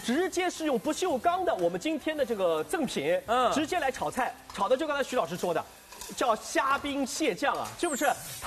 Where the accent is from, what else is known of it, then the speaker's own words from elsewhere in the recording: Shanghai, China; 在弄堂长大，